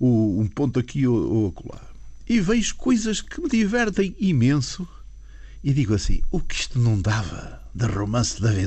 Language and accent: Portuguese; Madeira, Portugal; born there; Eu nasci na Madeira por um mero acaso. A minha mãe era inglesa, tem nada a ver com esta coisa, com esta zona. O meu pai é do Douro.